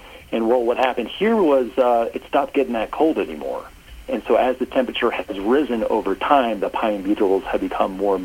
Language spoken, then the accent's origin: English; Texas, United States; also born or lived in Oklahoma; My mom's a farmer's daughter from North Dakota. My dad's a city slicker from Philadelphia. I was born in Oklahoma, and I grew up in Texas.